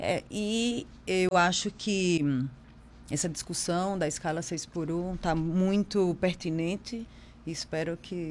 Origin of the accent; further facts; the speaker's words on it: Alagoas, Brazil; Eu sou alagoana.